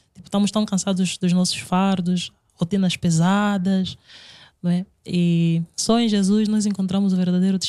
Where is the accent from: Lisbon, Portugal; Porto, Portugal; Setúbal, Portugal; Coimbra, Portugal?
Lisbon, Portugal; Não, eu sou de Lisboa.